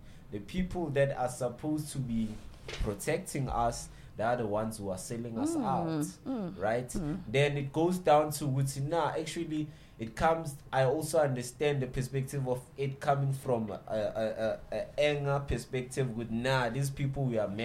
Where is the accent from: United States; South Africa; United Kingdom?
South Africa; how long does it take for me as a South African citizen? For me, it even takes months for me to get my ID, despite being South African.